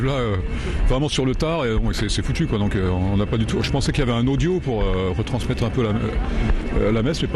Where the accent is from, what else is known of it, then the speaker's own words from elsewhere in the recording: Provins, Île-de-France, France; Bah on vient de Provins.